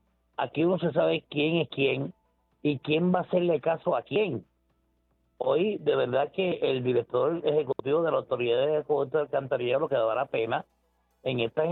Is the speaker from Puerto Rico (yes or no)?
yes; Puerto Rico; Es que soy puertorriqueña igual que ustedes